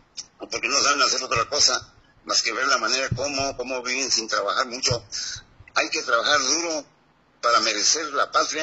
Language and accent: Spanish; Valle de Santiago, Guanajuato, Mexico; born or raised there